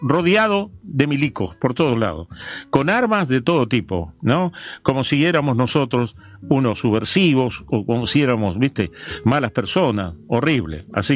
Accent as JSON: {"language": "Spanish", "region": "Entre Ríos", "country": "Argentina", "moved": "yes", "lives_now": "Buenos Aires, Argentina", "said": "En Entel, cuando vine de Entre Ríos aquí a Buenos Aires, entré a trabajar en la empresa Entel, en Ciudadela"}